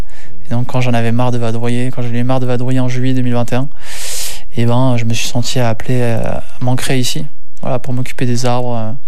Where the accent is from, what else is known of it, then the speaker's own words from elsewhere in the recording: northern France, France; now in Charente, France; Ouais, donc effectivement, j'ai grandi dans le nord, mais un stage de fin d'études m'a amené à vivre en Charente